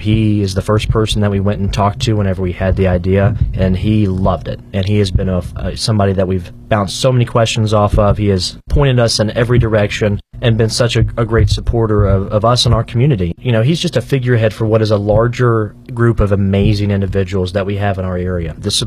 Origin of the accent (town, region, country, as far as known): West Virginia, United States; born there